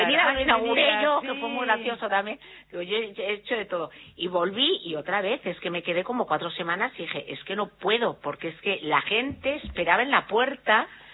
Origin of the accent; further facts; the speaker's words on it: Spain; Es como, sí, soy española, pero...